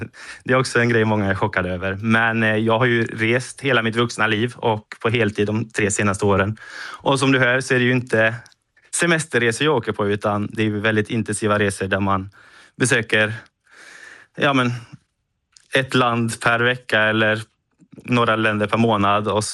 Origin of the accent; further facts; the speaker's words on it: Sweden; hemma i Sverige.